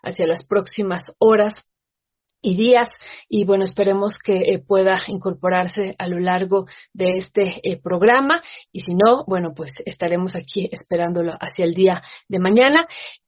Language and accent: Spanish; Mexico; territorios como el mexicano, pues donde estamos rodeados de mar